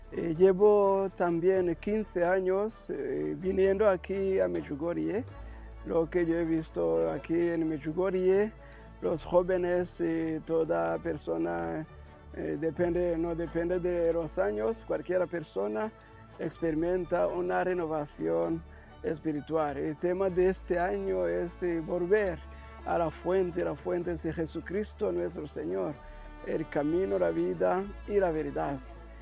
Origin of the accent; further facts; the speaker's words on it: Rwanda; moved away as an adult; now in Sigüenza, Spain; Soy de Ruanda, llevo 27 años de sacerdocio, pero hago mi misión en Madrid, en España. Hace 18 años yo estoy en Sigüenza, Guadalajara